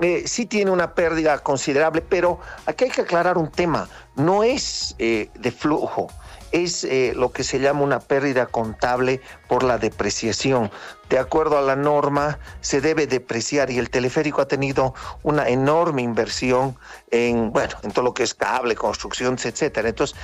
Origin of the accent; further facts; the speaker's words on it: Potosí, Bolivia; Yo soy potosino.